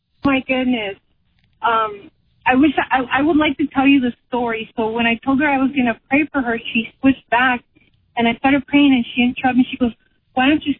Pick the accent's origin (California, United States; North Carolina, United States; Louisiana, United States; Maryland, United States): California, United States; Los Angeles; I'm literally from South Central.